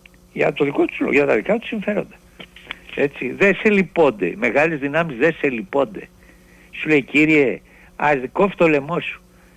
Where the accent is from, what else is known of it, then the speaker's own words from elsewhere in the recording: Thebes, Central Greece, Greece; ήρθα εδώ στην Ελλάδα, στη Θήβα, στην πατρίδα μου, να κάνω επένδυση